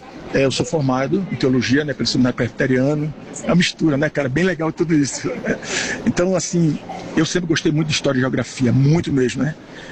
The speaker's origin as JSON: {"language": "Portuguese", "town": "Recife", "region": "Pernambuco", "country": "Brazil", "said": "Venho lá de Recife, Pernambuco."}